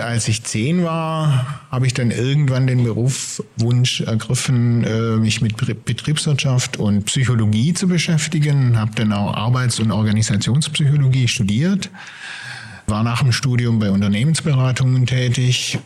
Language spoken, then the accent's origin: German; Geislingen, Baden-Württemberg, Germany; aber auch mit der Burg Helfenstein in Geislingen. Ich bin nämlich in Geislingen aufgewachsen.